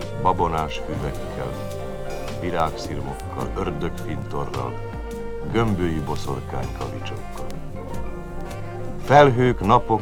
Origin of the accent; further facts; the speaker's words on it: Budapest, Hungary; Csak sajnos a Gundelt építették át. Itt nőttem fel, gyönyörű és zsibongó kulisszák között, kis biciklimmel rohangálva a lépcsőkön, palackokat hordva, hordókat görgetve, disznókat etetve